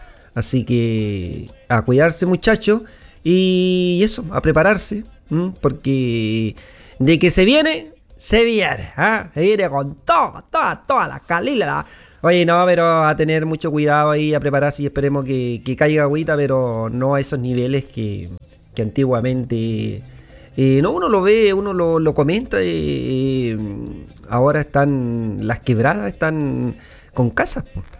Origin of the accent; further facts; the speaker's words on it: Nueva Talcuna, Coquimbo, Chile; Oye, yo soy de ahí, yo siempre le he dicho que soy de Nueva Talcuna. Yo soy el que fue a la escuela hasta cuarto básico, ¿se acuerdan?